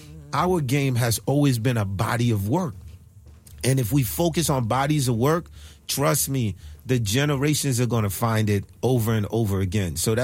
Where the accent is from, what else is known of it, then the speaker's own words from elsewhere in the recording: Haiti; moved away; I'm from Haiti next to Cuba.